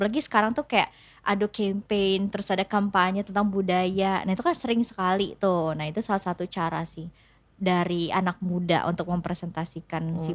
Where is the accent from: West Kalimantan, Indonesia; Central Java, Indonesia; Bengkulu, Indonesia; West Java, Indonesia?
Bengkulu, Indonesia; Curup; Dari Curup.